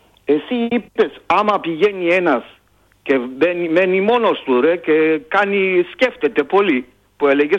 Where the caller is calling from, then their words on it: Michaniona, Central Macedonia, Greece; είμαι από Μηχανιώνα.